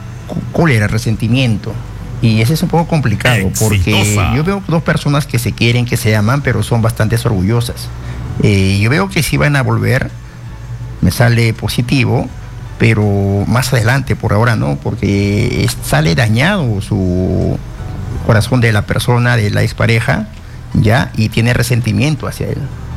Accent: Puno, Peru; Puno mismo

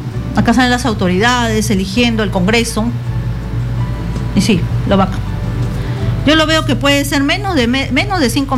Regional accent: Peru

